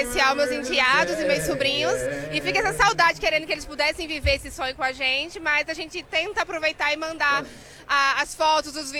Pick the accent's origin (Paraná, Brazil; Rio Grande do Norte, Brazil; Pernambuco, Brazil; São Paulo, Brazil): Rio Grande do Norte, Brazil; Natal; O problema é que eu sou de Natal, mas moro aqui.